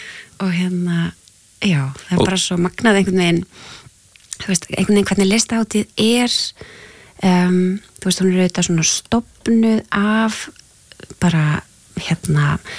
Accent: Húsavík, Northeastern Region, Iceland; Ég fædd á uppalinn á Húsavík og var þar í æðislegu tónlistarnámi og ólst upp einhvern veginn í svo... svona grósku miklu tónlistarlífi

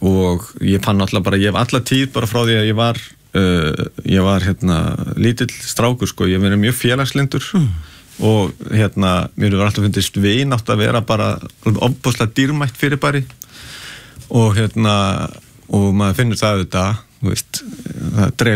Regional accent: Garðabær, Capital Region, Iceland; also born or lived in Breiðholt; Jú, ég alinu upp í Garðabæ hérna flutti tveggjara gamall úr Breiðholtinu og í Garðabæin

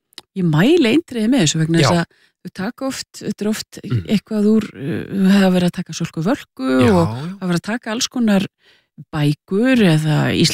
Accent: Reykjavík, Capital Region, Iceland; þetta var rosalega skemmtilegu tími að alast upp í Breiðholtinu

